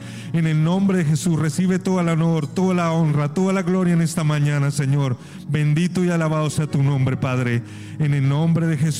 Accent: Colombia; como colombianos humillados y postrados también, te pedimos perdón, Señor.

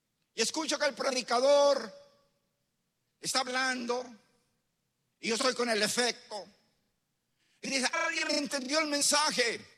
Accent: Pasto, Nariño, Colombia; Aquí me conocieron como llegué. Torcido. Yo vengo de Pasto. Y en Pasto hice un anuncio de cómo iba a ser mi muerte.

